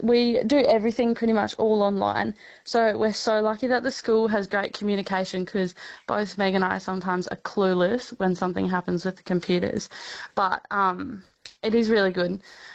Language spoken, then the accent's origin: English; Orange, New South Wales, Australia; now in Northern Territory, Australia; I'm originally from Orange in New South Wales.